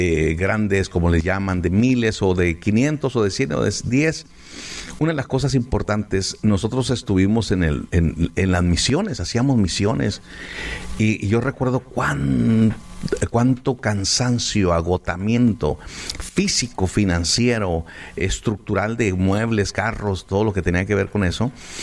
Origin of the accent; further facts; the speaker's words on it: San Luis Potosí, Mexico; tenemos que abrir una iglesia en mi pueblito o campus San Luis Potosí. San Nicolás es la cabecera, el pueblo, pero es en San Luis Potosí